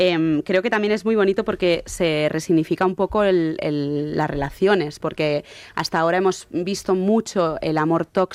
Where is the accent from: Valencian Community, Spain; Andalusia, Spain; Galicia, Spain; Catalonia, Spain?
Catalonia, Spain; Barcelona; pero es que la cosa de irte al mar, yo es que soy de Barcelona